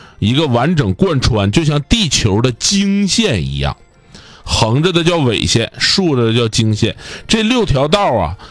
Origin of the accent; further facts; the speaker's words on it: Northeast China, China; 我们东北话讲叫 K 呀